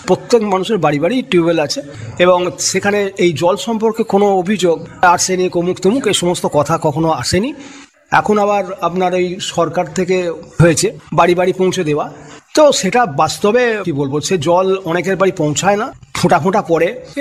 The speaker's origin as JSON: {"language": "Bangla", "region": "West Bengal", "country": "India", "tie": "born or raised there", "said": "আজকের আমার মৌবেশিয়া গ্রাম কিন্তু একটা যথেষ্ট, কি বলবো, যে উল্লেখযোগ্য জায়গায় রয়েছে।"}